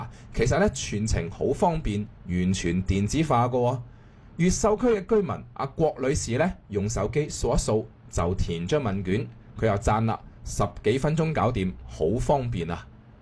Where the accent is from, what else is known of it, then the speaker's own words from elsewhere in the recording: Guangdong, China; 而我哋廣東人啦、啊，更加深有體會，晾3日嘅衫點都乾唔到。